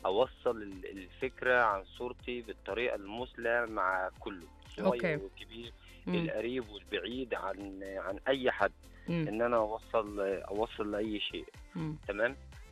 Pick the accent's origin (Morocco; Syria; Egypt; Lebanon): Egypt; زي ما احنا بنقول كمصريين